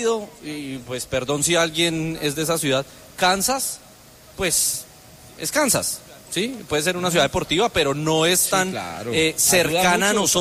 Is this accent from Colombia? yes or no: yes; Colombia; O sea, sí, Colombia somos, pero, los colombianos somos locales acá